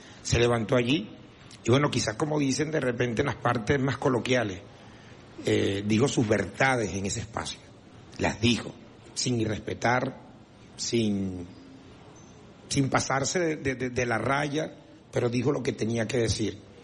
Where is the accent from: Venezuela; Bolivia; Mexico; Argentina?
Venezuela; vengo a hablar en nombre de algo que a todos nos reúne bajo un solo apellido, como venezolanos y como venezolanas.